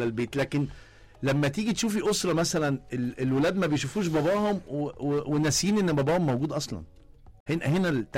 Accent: Egypt; عندنا في مصر

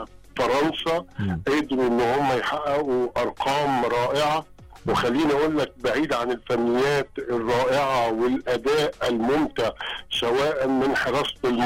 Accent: Egypt; واحنا مصريين،

